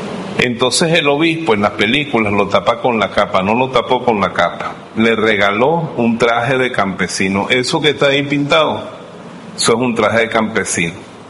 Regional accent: Venezuela; Nosotros los venezolanos somos los paisanos de Augusto Conde

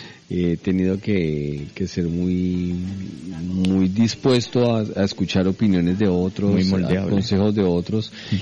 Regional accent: Colombia; Además estuve por allá, como decimos en Colombia, de pataperro me fui al partido de Colombia a México

